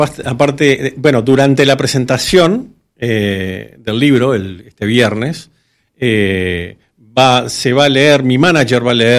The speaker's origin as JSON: {"language": "Spanish", "country": "Uruguay", "said": "había como tres uruguayos, que éramos todos los uruguayos que había en Panamá, creo."}